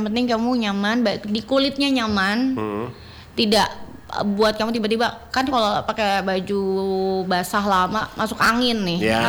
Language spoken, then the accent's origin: Indonesian; Tarakan, North Kalimantan, Indonesia; moved away; also born or lived in Makassar; aku baru balik lagi sebenarnya ke Tarakan. Aku orang Tarakan tapi lama tinggal di Makassar, baru balik lagi setelah aku selesai teacher training itu.